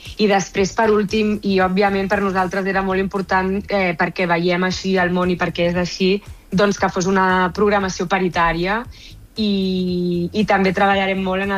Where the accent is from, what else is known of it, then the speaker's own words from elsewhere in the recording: Barcelona, Catalonia, Spain; les dues som de Barcelona